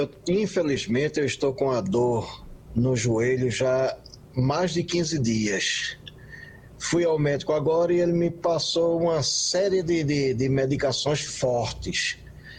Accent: Camaragibe, Pernambuco, Brazil; sou de Camaragibe.

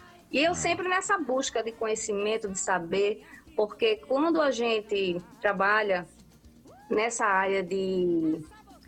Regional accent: Recife, Pernambuco, Brazil; Eu sou pernambucana, recifense.

